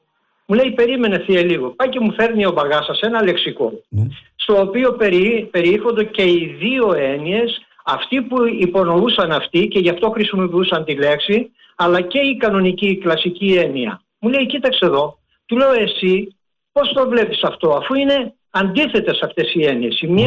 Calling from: Greece; Σαν Έλληνες, το έχουμε ιερή υποχρέωση.

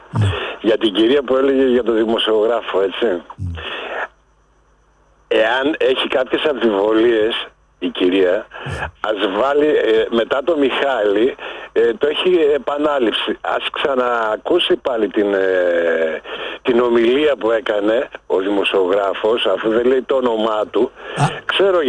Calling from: Germany; από Γερμανία.

